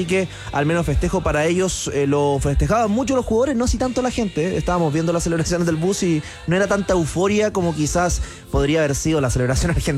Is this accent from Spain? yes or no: no; Chile; porque muchas veces nosotros como chilenos tratamos de copiar al que gana